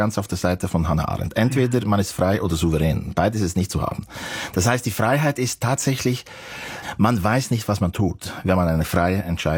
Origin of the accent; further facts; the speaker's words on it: Bern, Switzerland; ich sage immer, wenn man sagt, und woher kommen Sie oder wer sind Sie, sage ich immer, ich bin ein Berner Oberländer. Und das ist auch so ein Reflex. Dabei, ich könnte dort wahrscheinlich nicht mehr leben.